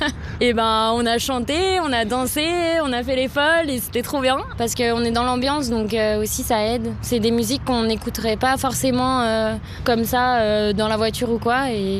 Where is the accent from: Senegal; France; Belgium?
France; Nous, on est française, donc nous, ça va rester Musilac à Aix-les-Bains, c'est un festival.